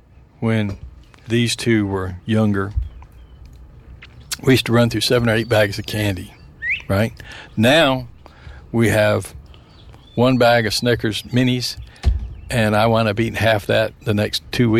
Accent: Macon, Georgia, United States; moved away; my hometown heroes from the great state of Georgia, Macon

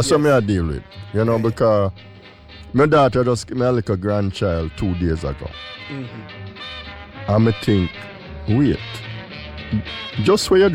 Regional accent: Jamaica; growing up in Jamaica

